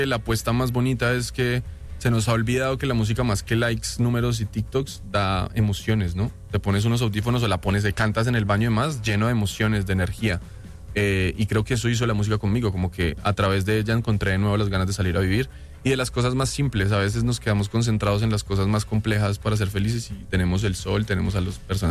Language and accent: Spanish; Ibagué, Tolima, Colombia; De Ibagué, la capital musical de Colombia.